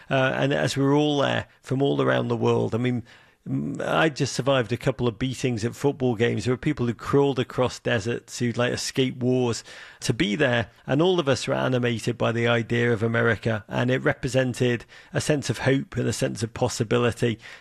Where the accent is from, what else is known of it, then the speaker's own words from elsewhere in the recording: Liverpool, North West England, United Kingdom; You know, I grew up in Liverpool at a time when the economy was terrible in Britain and the North was ravaged post-industrially.